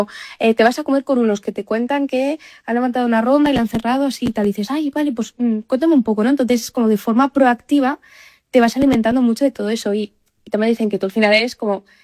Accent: Paris, Île-de-France, France; moved away as an adult; now in Barcelona, Spain; yo me crié en París con mis padres, y ya volví con 18 años a Barcelona.

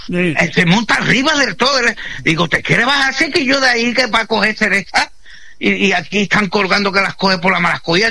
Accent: Jerez de la Frontera, Andalusia, Spain; en mi Jerez se dice guinda.

